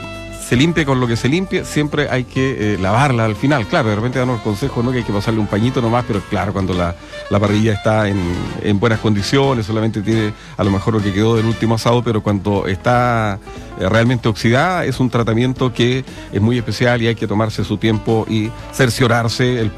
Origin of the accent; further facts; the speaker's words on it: Chile; La implementamos ayer tarde como buen chileno a última hora con los preparativos, con ramitas ahí de aromo, a la bandera chilena